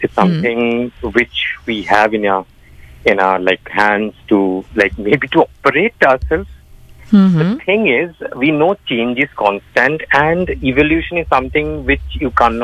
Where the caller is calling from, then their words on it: Belgharia, West Bengal, India; I'm calling from Bilgoria.